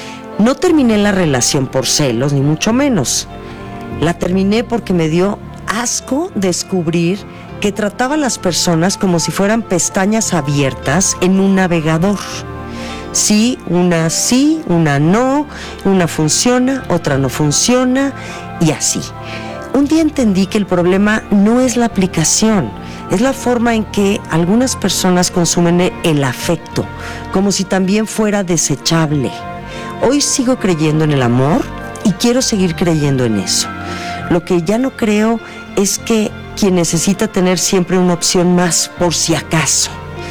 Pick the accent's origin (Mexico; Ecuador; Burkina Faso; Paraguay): Mexico; Yo me siento muy orgullosa de ser mexicana y agradezco ser mexicana. No me hubiera gustado ser ni holandesa, ni alemana, digo, traigo algo de alemán, ni tampoco chilena.